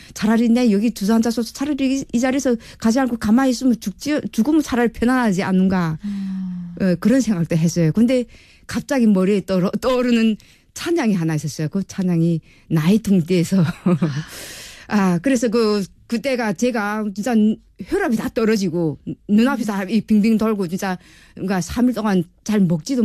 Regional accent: North Hwanghae, North Korea; moved away as an adult; 저도 북한에 저희 황북도가 고향이고

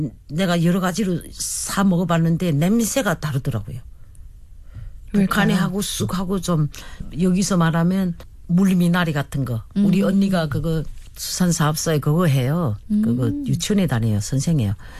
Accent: North Korea; now in South Korea; 북한에는 그저 그저 젓갈 같은 거 그저 이렇게 젓었다가 그저 거기다가 그저 고춧가루에다 네. 뭐, 안 맛있어. 그래도 내 고향 김치 돼서 맛있어요.

